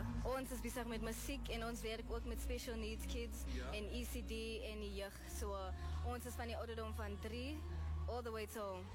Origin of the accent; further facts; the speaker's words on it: Cape Town, Western Cape, South Africa; Ek is van Makassar in die Kaapstad.